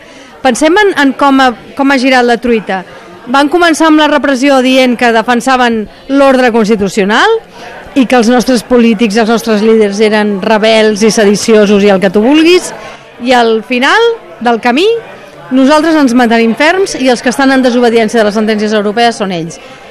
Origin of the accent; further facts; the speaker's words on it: Barcelona, Catalonia, Spain; now in Belgium; jo sóc catalana. I quan em parlen en castellà, jo dic «català».